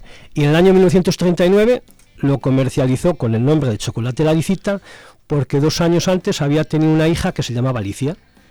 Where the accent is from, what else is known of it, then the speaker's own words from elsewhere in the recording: Malva, Castile and León, Spain; soy de Malva, tengo 66 años, y mis padres, Eugenio y Aurelia, eran los últimos chocolateros que hubo en Malva.